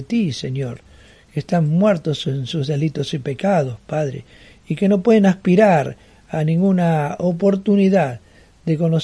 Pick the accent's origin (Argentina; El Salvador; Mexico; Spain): Argentina; de la nación argentina, de todos los que habitamos en esta tierra